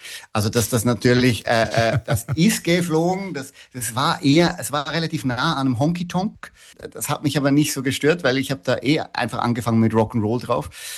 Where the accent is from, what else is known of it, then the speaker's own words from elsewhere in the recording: Switzerland; also born or lived in Vienna, Austria; now in Berlin, Germany; Ich bin von der Schweiz eigentlich ausgewandert nach Wien zuerst. Mhm. 12 Jahre Wien und dann von Wien nach Berlin.